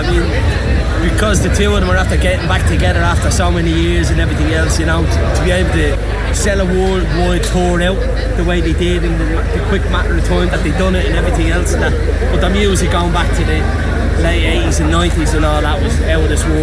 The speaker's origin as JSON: {"language": "English", "town": "Dublin", "region": "Leinster", "country": "Ireland", "tie": "born or raised there", "said": "the buzz and the memories and that growing up in Dublin and everything else with them"}